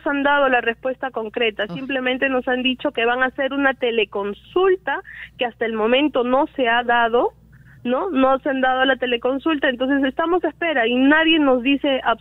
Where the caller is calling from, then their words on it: Chincha Alta, Ica, Peru; Somos de Chincha, estamos en el Hospital San José